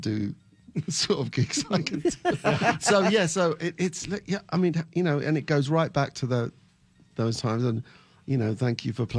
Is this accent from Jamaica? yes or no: no; High Wycombe, South East England, United Kingdom; also born or lived in Maidenhead; my hometown, which was High Wycombe.